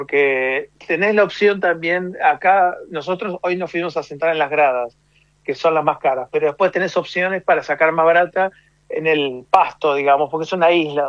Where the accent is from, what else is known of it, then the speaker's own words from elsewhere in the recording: Buenos Aires, Argentina; moved away; somos de Buenos Aires originalmente.